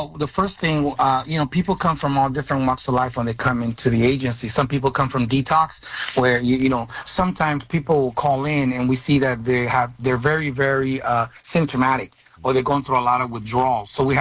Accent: San Francisco, California, United States; I grew up in Potrero Hill in the Mission District.

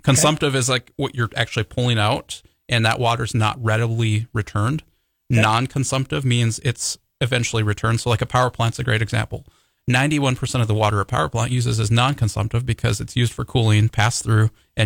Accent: Williston, North Dakota, United States; moved away as an adult; also born or lived in Iowa; When I grew up in Williston, I did not expect that I would ever move back to North Dakota.

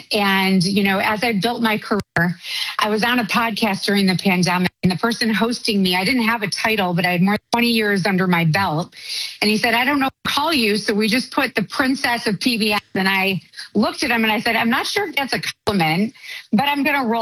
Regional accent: Detroit, Michigan, United States; Well, I'm a princess from Detroit. I know you're in Cincinnati, but I got mad love for the Midwest.

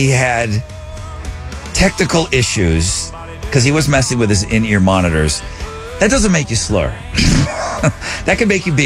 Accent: United States; I'm from America

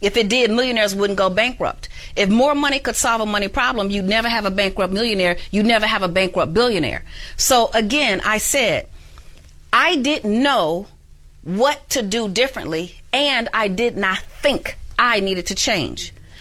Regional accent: Chicago, Illinois, United States; I was born and raised in Chicago.

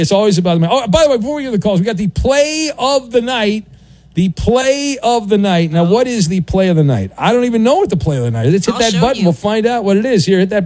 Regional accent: United States; I grew up in America. I went to American schools.

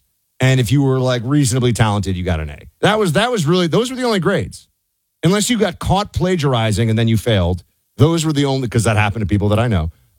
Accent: New York City, New York, United States; I grew up in New York at the absolute peak of SAT prep frenzy

